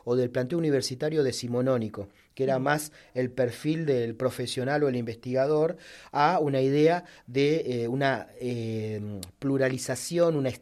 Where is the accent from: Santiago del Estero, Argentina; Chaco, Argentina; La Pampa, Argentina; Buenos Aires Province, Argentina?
Buenos Aires Province, Argentina; Boulogne Sur Mer; yo vengo del Bajo Boulogne, de la villa del Bajo Boulogne